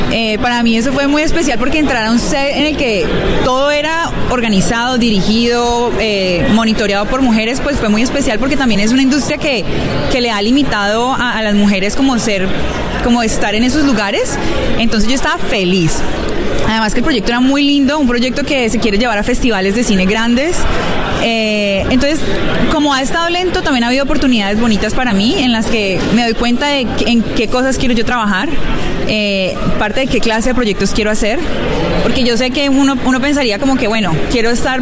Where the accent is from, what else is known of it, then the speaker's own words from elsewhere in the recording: Cali, Valle del Cauca, Colombia; moved away as an adult; now in Los Angeles, United States; Soy actriz colombiana. Llevo en Los Ángeles 7 años. Estaba en proyectos como Bullet Train, Pam and Tommy, y soy caleñísima. Pero me siento también muy angelina. Ya llevo 7 años acá y este es mi hogar.